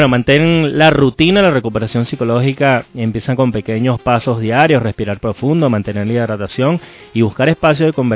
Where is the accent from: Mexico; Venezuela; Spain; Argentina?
Venezuela; lo que estamos construyendo juntos como venezolanos